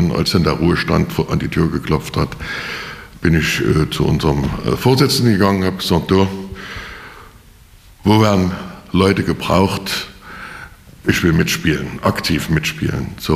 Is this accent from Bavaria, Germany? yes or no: no; Leipzig, Saxony, Germany; ich bin geborener Leipziger, bin also seit meinem Windelleben schon Zoobesucher.